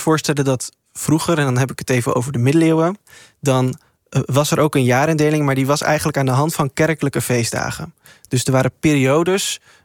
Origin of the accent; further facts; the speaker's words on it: Overijssel, Netherlands; ik kom uit Overijssel en daar werd het vroeger niet douwtrappen, maar hemelvaarten genoemd.